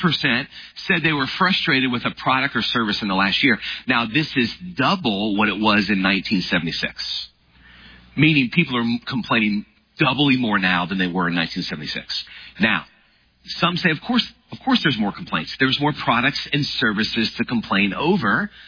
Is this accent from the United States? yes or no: yes; the South, United States; moved away; Where I grew up in the South